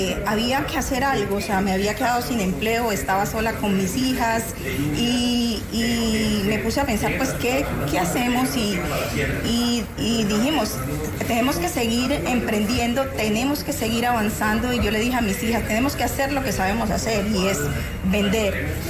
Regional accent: Tierralta, Córdoba, Colombia; Somos de Tierra Alta, Córdoba.

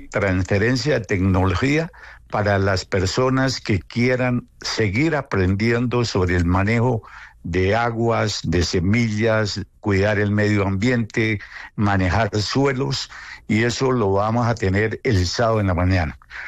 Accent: Sutamarchán, Boyacá, Colombia; algún día en mi pueblito la puedo hacer. Y ese día llegó el 5 de junio del año 2005 a Sotamarchán.

